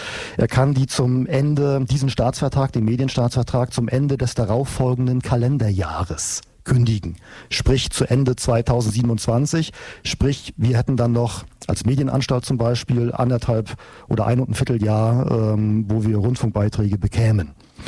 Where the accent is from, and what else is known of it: East Germany, Germany; born or raised there